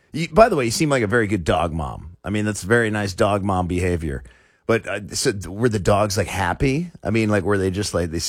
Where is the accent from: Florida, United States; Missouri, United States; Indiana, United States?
Florida, United States; West Palm Beach; So I'm from West Palm Beach.